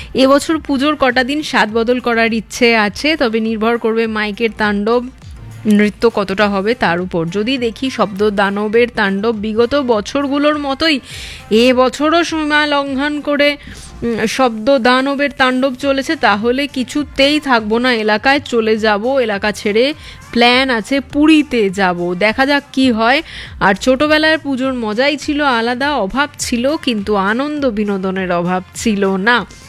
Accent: West Bengal, India; এই আমাদের পশ্চিমবঙ্গে বিভিন্ন জেলায় নারকেল গাছ রয়েছে

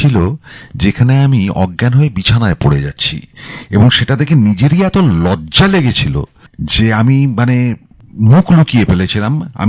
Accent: India; তারা কোনো সময়ই ভাবেনি আমি ভারতীয়, বিশেষ করে আমি তো বাঙালি নই আর কি।

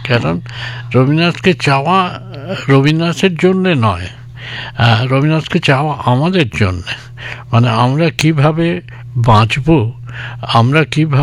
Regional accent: East Bengal, Bangladesh; আমি তো পূর্ব বাংলার দূর প্রান্তের একটা গ্রামে জন্মেছি

